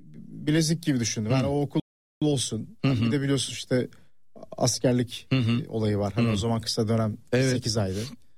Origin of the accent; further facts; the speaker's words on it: Istanbul, Turkey; Ben Taksim'de doğdum. Yani ilk doğduğum ev, hatta yıllarca orada oturduk.